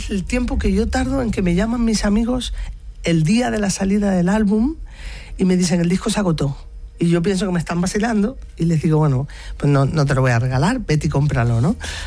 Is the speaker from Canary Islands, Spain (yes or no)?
yes; Canary Islands, Spain; En mi tierra, hasta hace poco, y yo creo que en la tierra nuestra en general, no solamente en Lanzarote o en Canarias, sino en España